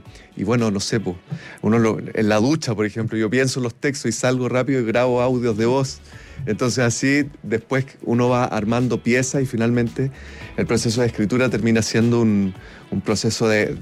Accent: Concepción, Biobío, Chile; Bueno, varios de los miembros de la compañía somos de región. Ya creo que lo mencioné recién, pero yo soy de Concepción.

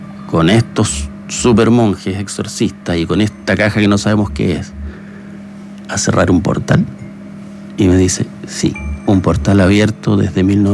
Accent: Magallanes, Chile; como yo soy de Magallanes

